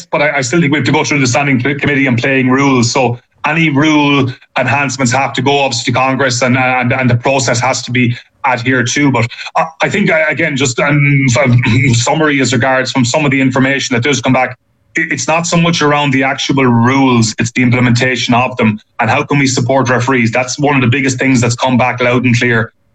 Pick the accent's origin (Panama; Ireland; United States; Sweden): Ireland; Ballingarry, Munster; I'm from a place called Ballingarry in South Tipperary.